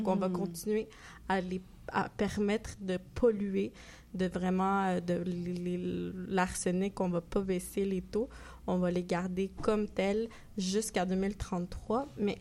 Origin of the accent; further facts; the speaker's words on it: Colombia; il y a mon pays d'origine, en Colombie